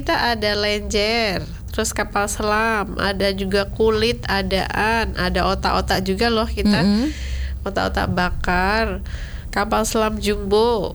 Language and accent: Indonesian; Java, Indonesia; enggak loh Mas, aku orang Jawa.